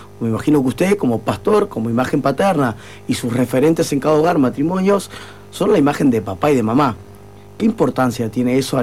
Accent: Montevideo, Uruguay; now in Maldonado, Uruguay; yo también vengo de Montevideo, Darío también viene de Montevideo, pero hace años que estamos, ya somos parte de Maldonado.

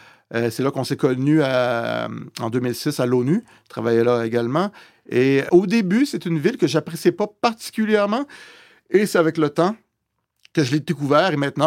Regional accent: Quebec City, Quebec, Canada; J'étais au petit séminaire de Québec. Hein, donc, j'ai grandi dans le Vieux-Québec. Pour moi, être entouré de tourisme, c'était normal.

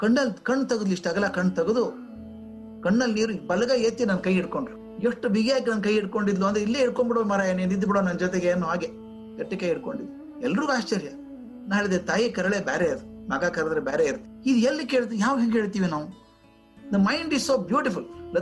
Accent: Dharwad, Karnataka, India; accent: Marathi influence; ನನಗೆ ಮರಾಠಿ ಇನ್ಫ್ಲೂಯೆನ್ಸ್, ನಾವು ಧಾರವಾಡ ಕಡೆಯವರಿಗೆ ಮರಾಠಿ ಇನ್ಫ್ಲೂಯೆನ್ಸ್ ತುಂಬಾ ಜಾಸ್ತಿ.

